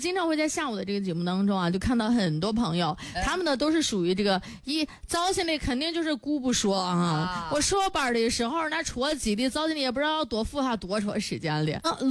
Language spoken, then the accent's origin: Chinese; Beijing, China; 我们北京人儿啊、